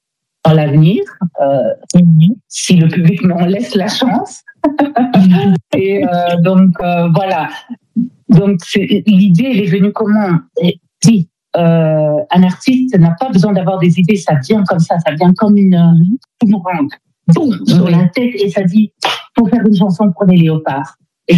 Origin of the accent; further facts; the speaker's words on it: DR Congo; Cette chanson m'est venue parce que mon pays me tient tellement à cœur. Je suis congolaise.